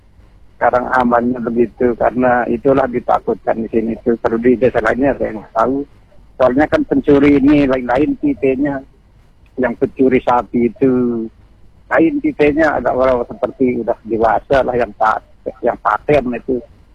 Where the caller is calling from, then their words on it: East Lombok, West Nusa Tenggara, Indonesia; ini di Lengas Baru, Lombok Timur.